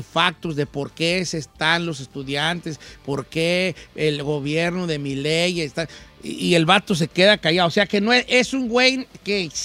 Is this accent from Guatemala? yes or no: no; Mexico; Pero somos mexicanos, nosotros, ¿vale? Entre nosotros somos bien racistas.